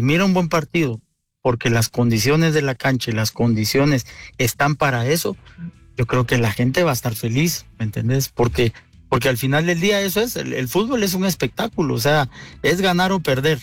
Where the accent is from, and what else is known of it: Guatemala; now in Costa Rica